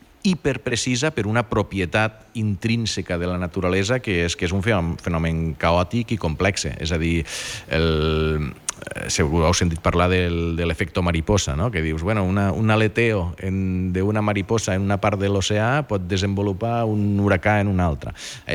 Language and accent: Catalan; Catalonia, Spain; jo sóc de les Terres de l'Ebre i allí històricament hi ha hagut problemes i de barrancs